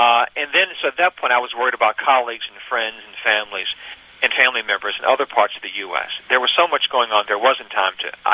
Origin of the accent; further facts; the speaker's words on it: the South, United States; I'm a Southerner